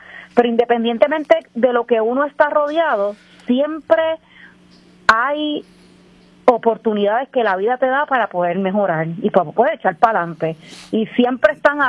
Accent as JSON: {"language": "Spanish", "country": "Puerto Rico", "said": "Yo soy de Cupey, Puerto Rico. La cuna de Tito Trinidad."}